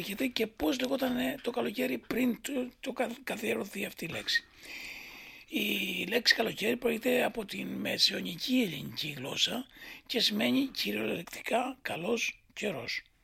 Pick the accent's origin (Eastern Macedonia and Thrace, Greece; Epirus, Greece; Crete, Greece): Crete, Greece; Εμείς ναι, δεν έχουμε πολλά σπαρτά στην Κρήτη.